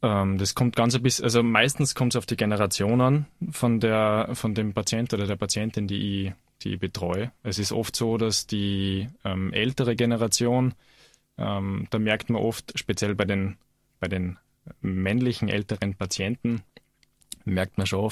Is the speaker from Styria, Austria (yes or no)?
no; Salzburg, Austria; born there; now in Innsbruck, Austria; ich bin 30 Jahre alt, bin geboren in Salzburg, wohne jetzt in Innsbruck